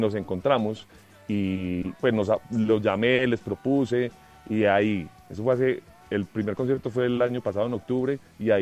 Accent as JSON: {"language": "Spanish", "town": "Medellín", "region": "Antioquia", "country": "Colombia", "said": "somos de Medellín, que no me note pues el acento"}